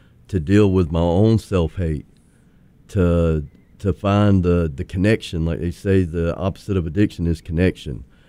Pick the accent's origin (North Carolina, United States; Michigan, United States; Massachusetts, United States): North Carolina, United States; now in Arizona, United States; Well, I'm what you call from the Far East. I'm from the Appalachian Mountains of North Carolina